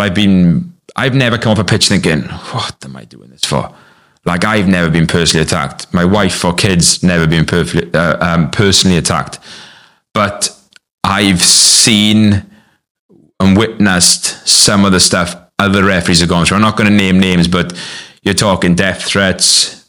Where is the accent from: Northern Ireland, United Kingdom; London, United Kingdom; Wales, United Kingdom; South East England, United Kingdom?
Wales, United Kingdom; As Welsh officials